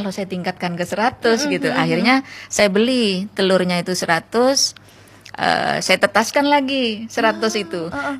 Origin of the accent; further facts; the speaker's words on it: Pamekasan, East Java, Indonesia; Dan saya karena di perkotaan, lingkungan kan padat di saya itu. Jadi saya alihkan ke Pamekasan karena saya asli Pamekasan.